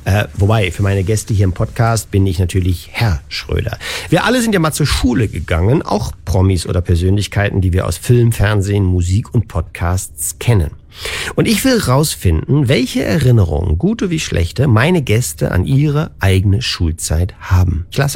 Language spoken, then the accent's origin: German; Berlin, Germany; Also ich bin groß geworden am Theodor-Heuss-Platz.